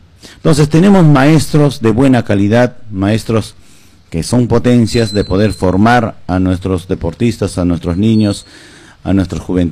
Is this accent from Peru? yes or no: yes; Pichanaki, Junín, Peru; al momento que nos ven, ya todos voltean la mirada y que somos de Pichanaki.